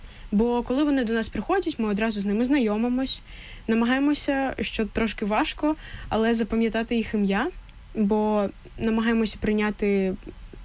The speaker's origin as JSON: {"language": "Ukrainian", "town": "Sloviansk", "region": "Donetsk Oblast", "country": "Ukraine", "said": "Слов'янськ. Mm-hmm. Я зі Слов'янська, так."}